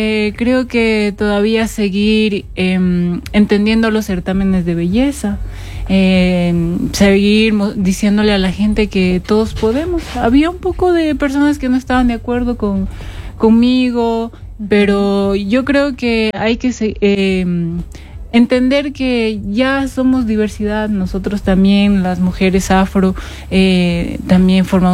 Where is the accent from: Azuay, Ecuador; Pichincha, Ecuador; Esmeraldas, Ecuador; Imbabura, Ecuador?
Imbabura, Ecuador; me siento muy orgullosa de mis raíces, de mi provincia, de mi tierra